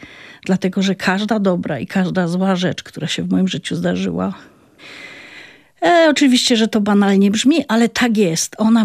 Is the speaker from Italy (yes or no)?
no; Świętochłowice, Silesian Voivodeship, Poland; ja urodziłam się w dzielnicy Świętochłowic Lipiny. To jest taka... Wtedy była spokojną dzielnicą, dzisiaj ma taką sławę, powiedziałabym, dość trudną.